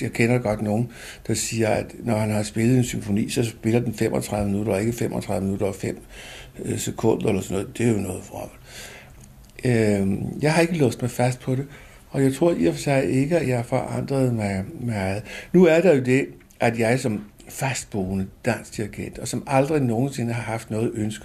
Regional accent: Copenhagen, Capital Region of Denmark, Denmark; Men jeg er så meget københavner med K, at jeg kan ikke leve andet steds end i København.

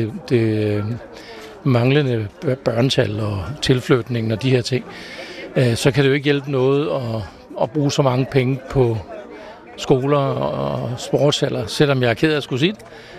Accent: Holbæk, Zealand, Denmark; jeg kommer jo fra Holbæk Kommune

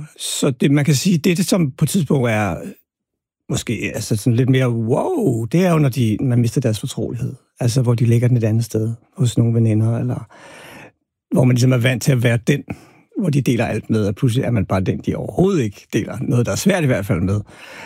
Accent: Albertslund, Capital Region of Denmark, Denmark; fordi at jeg er vokset op i Albertslund på Villavej, og det, der hed Soveby.

